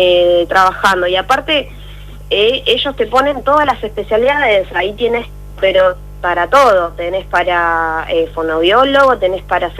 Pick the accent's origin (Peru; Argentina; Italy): Argentina; González Catán, Buenos Aires Province; Imagínense, yo soy de González Catán, tengo hospitales acá, pero lamentablemente acá los hospitales es la muerte.